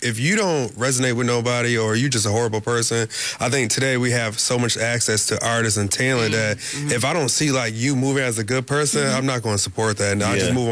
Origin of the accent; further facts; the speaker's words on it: Niagara Falls, New York, United States; I'm from Niagara Falls, but I'm Black.